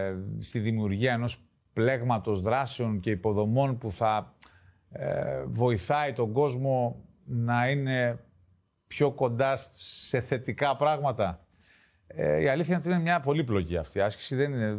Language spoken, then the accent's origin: Greek; Crete, Greece; εγώ είμαι περήφανος που είμαι κρητικός